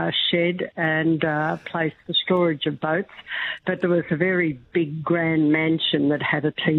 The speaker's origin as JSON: {"language": "English", "town": "Melbourne", "region": "Victoria", "country": "Australia", "tie": "born or raised there", "lives_now": "North Fitzroy, Australia", "said": "little kid, back in the late 1940s, early 1950s, I grew up in the Yarra. I just loved, I loved my life in the Yarra River."}